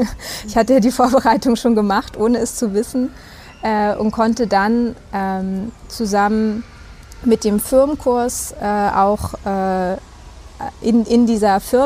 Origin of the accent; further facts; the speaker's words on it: Fürstenwalde, Brandenburg, Germany; Also ich bin in Fürstenwalde aufgewachsen, nicht geboren, um genau zu sein, aber ich war mein ganzes Leben lang sozusagen in Fürstenwalde. Meine Familie ist nicht katholisch, sondern atheistisch, wie das auch eigentlich damals in Fürstenwalde normal war.